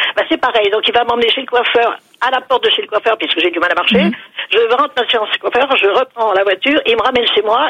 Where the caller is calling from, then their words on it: Chartres, Centre-Val de Loire, France; De Chartres.